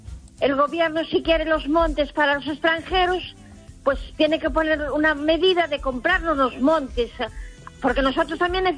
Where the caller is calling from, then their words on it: A Coruña, Galicia, Spain; de La Coruña.